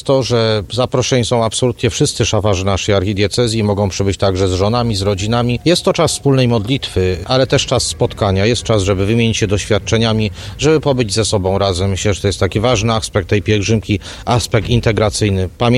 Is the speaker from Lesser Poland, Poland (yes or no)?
yes; Myślenice, Lesser Poland, Poland; Pochodzę z Myślenic, Matce Bożej Myślenickiej bardzo dużo zawdzięczam.